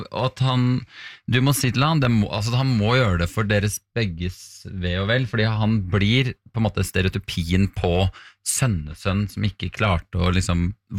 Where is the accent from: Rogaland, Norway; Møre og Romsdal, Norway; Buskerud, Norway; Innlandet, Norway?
Buskerud, Norway; Hemsedal; jeg kommer jo fra Hemsedal, fra en gård hvor man holder på sånn.